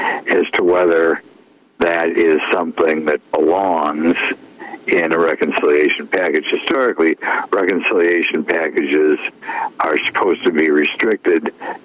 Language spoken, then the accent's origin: English; Wisconsin, United States; I'm from Wisconsin, so I'm only a little bit prejudiced